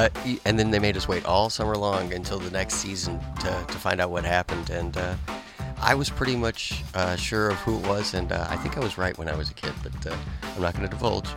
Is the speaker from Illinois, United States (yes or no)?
yes; Illinois, United States; Oh, yeah, me as well in Chicagoland area